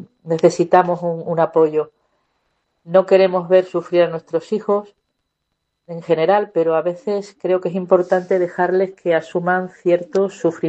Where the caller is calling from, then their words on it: Extremadura, Spain; les hablo desde Extremadura. Soy una madre de tres hijos